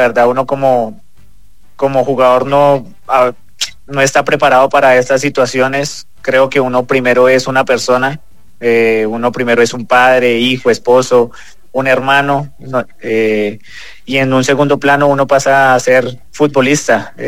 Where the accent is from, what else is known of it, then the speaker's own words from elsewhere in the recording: Colombia; La verdad que uno se le duele todo eso como colombiano